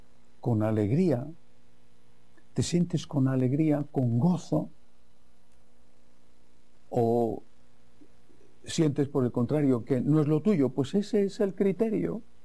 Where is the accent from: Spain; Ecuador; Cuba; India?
Spain; Madrid, Community of Madrid; moved away; San Isidro Labrador, el santo patrono de mi ciudad natal, de Madrid, un día de fiesta para todos los madrileños, aunque, como es mi caso, estemos lejos.